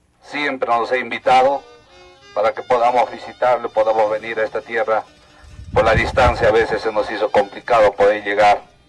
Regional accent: Sicuani, Cusco, Peru; Venimos desde la ciudad de Cusco, desde Sicuán, desde la ciudad de Sicuán.

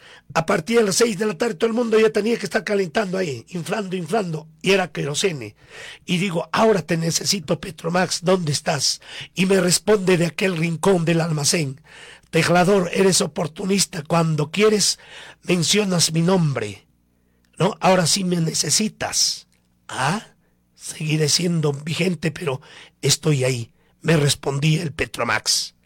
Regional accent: Coracora, Ayacucho, Peru; nuestro pueblo de Coracora

